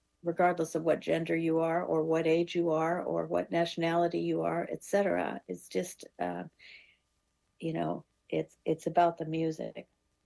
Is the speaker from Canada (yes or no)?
yes; Canada; moved away as an adult; now in United States; growing up in Canada and having been exposed to great teachers there